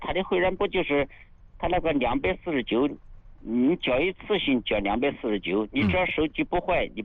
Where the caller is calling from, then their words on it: Xuancheng, Anhui, China; 我家宣城的。